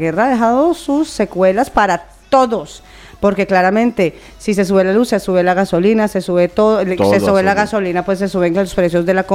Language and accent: Spanish; Madrid, Community of Madrid, Spain; moved away; Yo, por ejemplo, tengo grupos de WhatsApp, como vengo de Madrid.